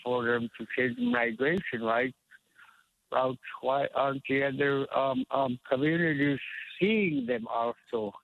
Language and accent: English; New Stuyahok, Alaska, United States; I am from New Stuyuhok. The way to go down river is what it means in English.